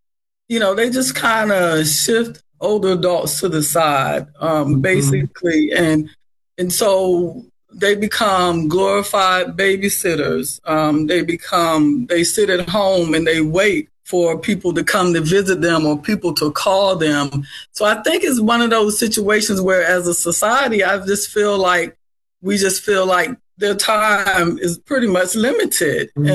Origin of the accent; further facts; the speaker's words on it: Virginia Beach, Virginia, United States; Okay, well, I grew up in Virginia Beach area